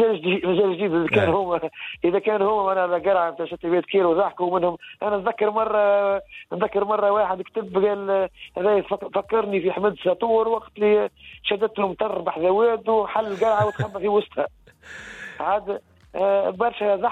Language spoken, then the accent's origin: Arabic; Tunisia; احنا عندنا في تونس